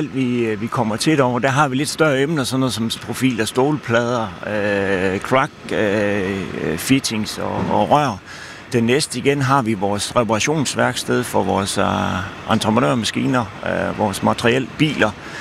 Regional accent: Central Denmark Region, Denmark; Vi er vestjyder

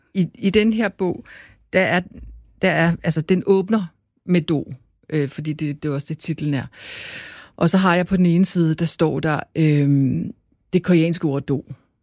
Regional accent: Jutland, Denmark; Ja, do. Fordi jeg voksede op i Jylland.

